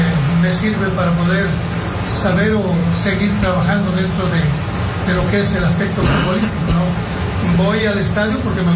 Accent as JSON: {"language": "Spanish", "town": "Tampico", "region": "Tamaulipas", "country": "Mexico", "lives_now": "Monterrey, Mexico", "said": "Prácticamente yo ya soy más regiomontano, soy tampiquense, pero hoy ya me considero rey, literalmente, ¿no? Por los años que llevo viviendo ya en la localidad."}